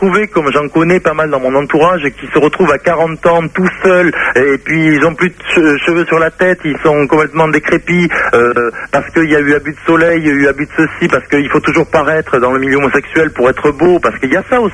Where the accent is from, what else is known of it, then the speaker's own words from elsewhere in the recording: Mont-de-Marsan, Nouvelle-Aquitaine, France; born there; moi je suis issu du fin fond du Sud-Ouest. Je vais même dire la ville où je suis né. Je suis né à Mont-de-Marsan, 30 000 habitants.